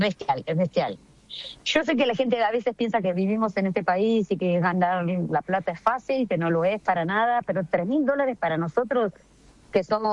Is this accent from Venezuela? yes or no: no; Argentina; dentro del estadio algo va a pasar porque somos argentinos, ¿no? Y tenemos la sangre caliente.